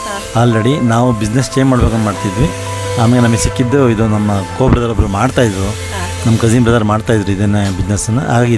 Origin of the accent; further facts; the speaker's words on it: Shivamogga, Karnataka, India; ನಾನು ಮೂಲತಃ ಶಿವಮೊಗ್ಗದವರೇ. ಗಾಂಧಿ ಬಜಾರಲ್ಲಿ ಹುಟ್ಟಿ ಬೆಳೆದು